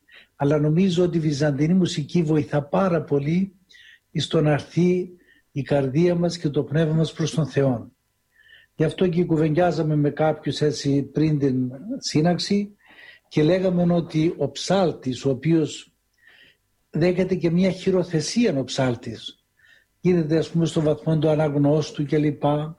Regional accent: Famagusta District, Cyprus; moved away as an adult; now in Mount Athos, Greece; πήγαινα μόνος μου εγώ από το χωριό μου σε μια κομμόπολη στο Λευκόνικο, έτσι λεγόταν

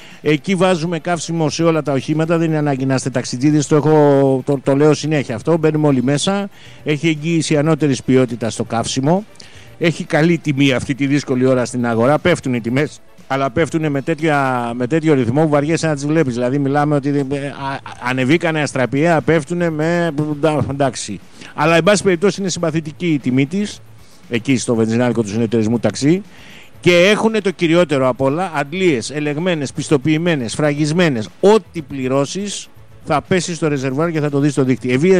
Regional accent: Western Greece, Greece; Να στείλουμε επίσης την καλημέρα μου στην πατρίδα μου, την Ετωλοακαρνανία.

